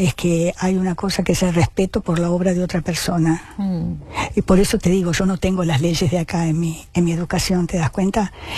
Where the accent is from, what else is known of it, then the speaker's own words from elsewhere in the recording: Cuba; Yo soy cubano, soy abogado, yo no.